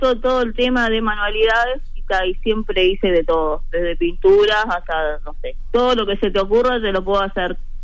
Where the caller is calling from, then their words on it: Minas, Lavalleja, Uruguay; soy de Minas.